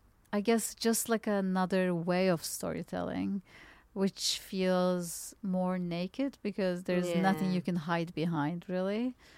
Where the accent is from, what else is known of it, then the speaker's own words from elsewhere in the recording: Istanbul, Turkey; moved away as an adult; now in Berlin, Germany; I come from Turkey and I did not do comedy back when I lived in Istanbul. I moved here for my studies and.